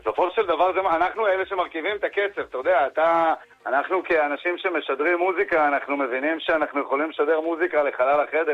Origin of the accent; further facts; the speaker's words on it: Tiberias, Northern District, Israel; born there; moved away as an adult; now in Tel Aviv, Israel; התחלתי ככה בטבריה, עיר הולדתי